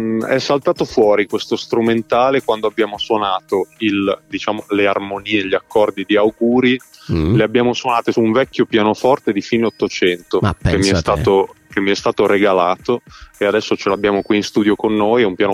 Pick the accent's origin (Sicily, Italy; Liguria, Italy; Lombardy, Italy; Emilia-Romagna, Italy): Emilia-Romagna, Italy; io vengo dall'Appennino reggiano